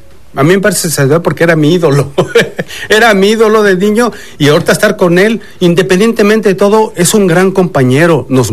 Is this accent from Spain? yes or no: no; Mexico